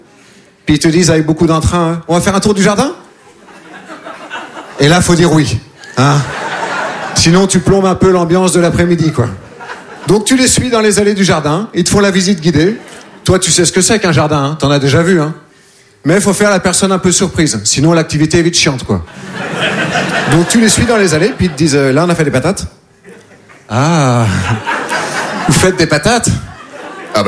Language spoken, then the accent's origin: French; Nouvelle-Aquitaine, France